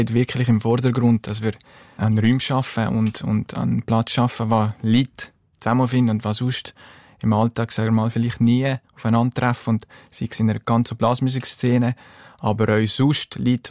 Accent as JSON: {"language": "German", "town": "Grächen", "region": "Valais", "country": "Switzerland", "tie": "born or raised there", "lives_now": "Bern, Switzerland", "said": "Grächen ist und bleibt meine Heimat, wenn man in Bergo, wo so ein kleiner, schöner Bergdorf aufgewachsen ist."}